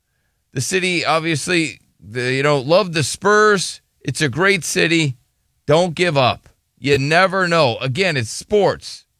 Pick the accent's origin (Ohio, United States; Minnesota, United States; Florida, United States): Minnesota, United States; You know, I'm from Minnesota.